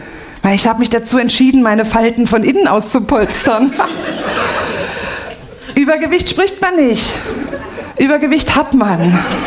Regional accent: Dresden, Saxony, Germany; ich habe Migrationshintergrund. Ja, ich komme aus Sachsen. Aus Dresden.

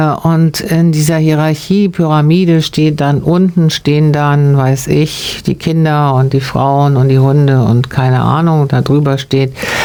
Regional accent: Hann. Münden, Lower Saxony, Germany; born there; ich war Anfang 20, ich bin in Hanmünd zur Schule gegangen.

